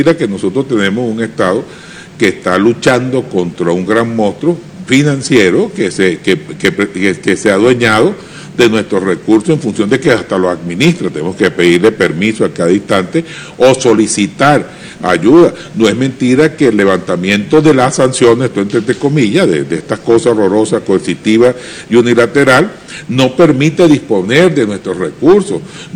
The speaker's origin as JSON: {"language": "Spanish", "country": "Venezuela"}